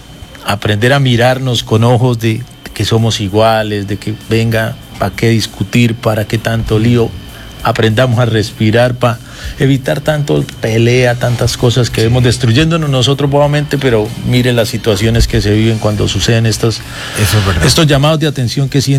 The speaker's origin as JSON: {"language": "Spanish", "country": "Colombia", "said": "vivimos como colombianos"}